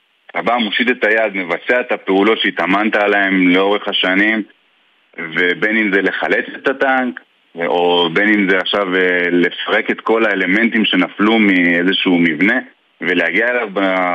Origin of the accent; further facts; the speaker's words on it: Beit Shemesh, Jerusalem District, Israel; זה האירוע שהיה לנו בבית שמש, שנפל הטיל על מקלט, שזה בעצם אזור פסטורלי, אזור שכולנו מכירים, אזור שגדלתי בו